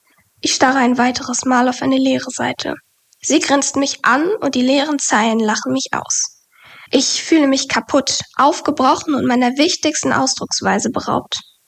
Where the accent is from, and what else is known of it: Essen, North Rhine-Westphalia, Germany; born there